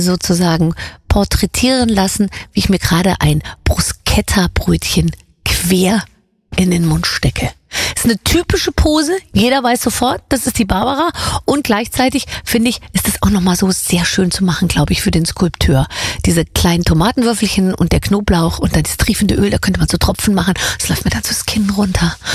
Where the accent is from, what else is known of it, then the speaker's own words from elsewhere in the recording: Grümzell, Germany; vielleicht sogar meine Heimatgemeinde Grümzell, auf mich zukommt